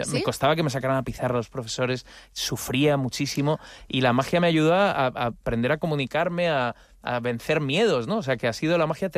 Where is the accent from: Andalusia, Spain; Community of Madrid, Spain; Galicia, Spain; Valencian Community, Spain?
Community of Madrid, Spain; Madrid